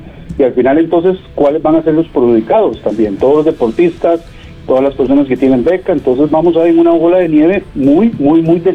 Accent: Costa Rica

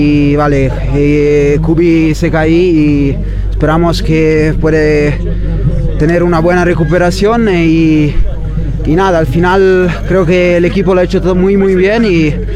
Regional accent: Italy; Spanish is a second language; para nosotros, para los italianos

